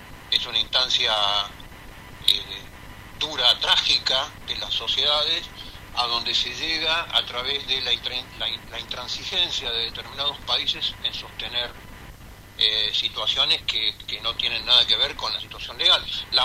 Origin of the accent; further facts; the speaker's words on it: Argentina; Y yo creo, me pasa como argentino, y como decías vos, como veterano de guerra